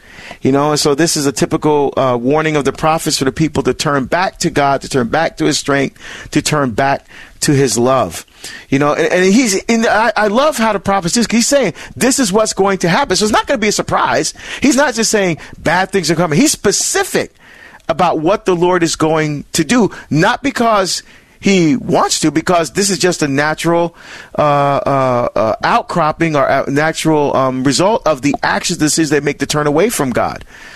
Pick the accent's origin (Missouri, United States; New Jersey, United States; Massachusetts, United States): New Jersey, United States; my home state of New Jersey